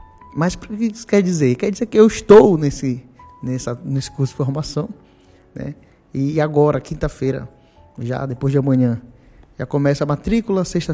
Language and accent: Portuguese; Belém, Pará, Brazil; moved away; A minha família toda é de Belém, né? Meu pai, minha mãe, minha irmã, todo mundo. A gente veio de Belém, do Pará, e a gente ainda tem alguns familiares lá, né? E é nossa raiz, né? É lá.